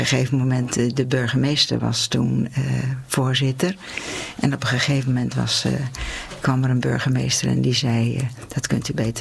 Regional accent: Gouda, South Holland, Netherlands; Geboren en getogen in Gouda.

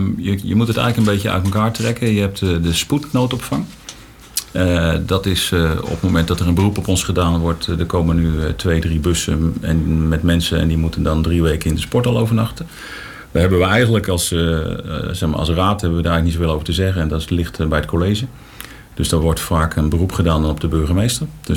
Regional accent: Montfoort, Utrecht, Netherlands; Ik ben 62 jaar geleden geboren in Montfoort, in de Margrietstraat. Dus ik ben echt een keizerrijker. Wij wonen daar op het hoekje, Margrietstraat 2. Schuin tegenover het zwembad.

